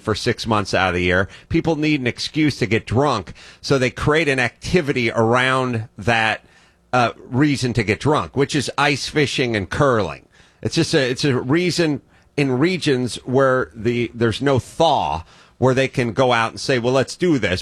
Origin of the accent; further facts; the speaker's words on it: North Hollywood, California, United States; Oh, yes. I'm from North Hollywood. That's the cradle of curling.